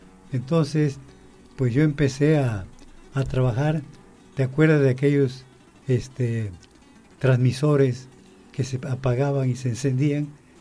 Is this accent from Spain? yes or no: no; Vega de Alatorre, Veracruz, Mexico; born there; also born or lived in Martínez de la Torre / Barra de Palma / Misantla / Perote; Yo nací en el Laurel Vega de Alatorre, Veracruz.